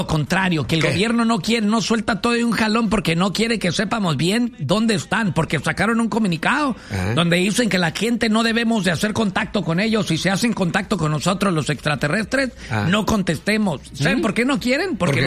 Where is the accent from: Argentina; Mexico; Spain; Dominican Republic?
Mexico